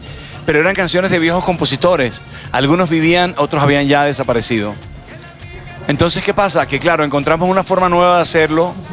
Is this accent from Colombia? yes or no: yes; Caribbean Region, Colombia; Y nosotros somos tropicales del Caribe, ¿sí? Somos los.